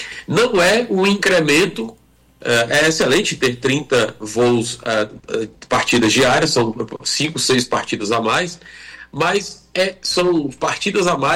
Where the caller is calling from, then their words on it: Fortaleza, Ceará, Brazil; Rapaz, eu tô falando de uma capital cearense debaixo d'água aqui, bastante cinza.